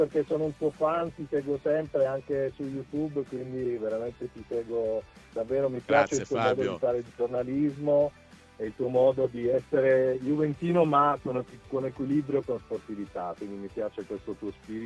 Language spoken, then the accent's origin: Italian; Apulia, Italy; te lo dico da pugliese